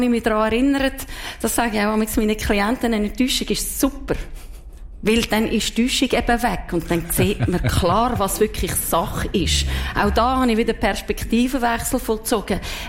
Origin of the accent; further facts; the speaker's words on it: Switzerland; accent: Zurich German; Und dort hat mir erstaunlicherweise jemand gesagt … warum redest du Zürichdeutsch? Und ich so, das habe ich immer schon geredet.